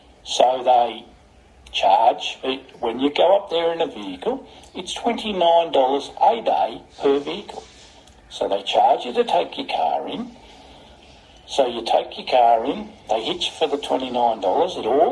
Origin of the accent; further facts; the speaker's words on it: Australia; I, as an Australian